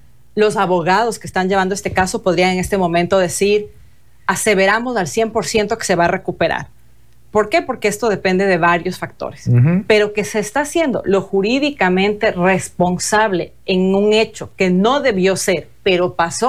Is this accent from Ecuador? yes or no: yes; Ecuador; nosotros como ecuatorianos